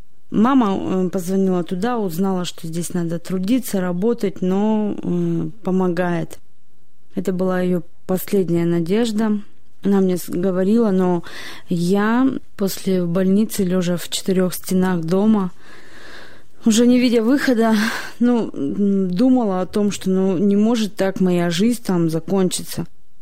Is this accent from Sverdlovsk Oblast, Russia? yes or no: yes; Nizhny Tagil, Sverdlovsk Oblast, Russia; мне 30 лет. Родилась и выросла в Нижнем Тагиле.